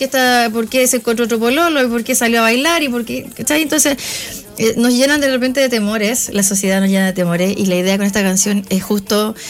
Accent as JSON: {"language": "Spanish", "country": "Chile", "said": "El modismo chileno también de hablar, la forma de hablar que tenemos nosotros."}